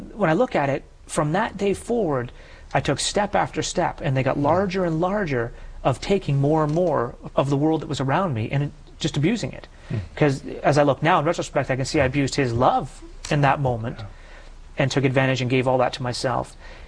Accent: Canada; As a Canadian, we played road hockey nonstop, and Sunday was my day to play road hockey.

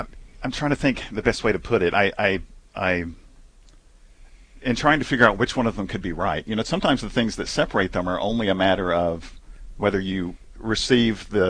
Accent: Nashville, Tennessee, United States; also born or lived in Memphis, Tennessee; I'm actually a convert to the church. I was born in Memphis, Tennessee, and raised in Nashville, and was a member of the Church of Christ, the Churches of Christ.

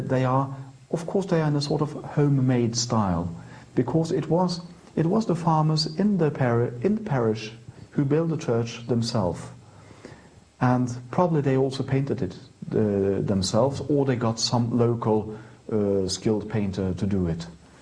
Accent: Norway; first language Norwegian; English is a second language; That for sure. And I then do it in my native language, Norwegian.

